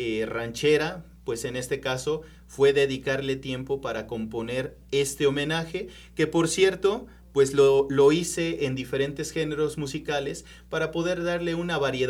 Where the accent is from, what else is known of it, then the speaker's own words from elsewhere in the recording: Santa María Xixitla, Puebla, Mexico; yo sí soy oriundo de Santa María Xixitla